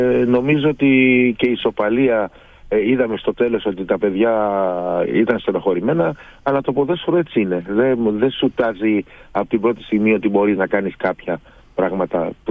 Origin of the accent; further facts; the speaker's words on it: Greece; Σαν Έλληνες